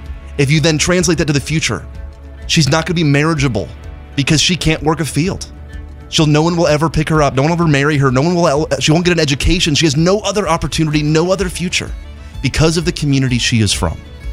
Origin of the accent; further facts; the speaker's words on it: Zimbabwe; Where I grew up in Zimbabwe is very, very similar to where Mercy grew up.